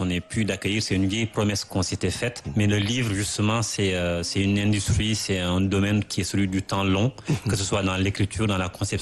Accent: Senegal; pour moi c'est quelque chose qui est à côté et qui me touche aussi même en tant que Sénégalais

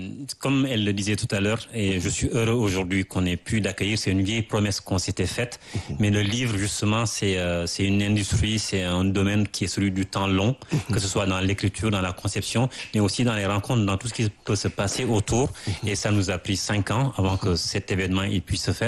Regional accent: Senegal; même en tant que Sénégalais

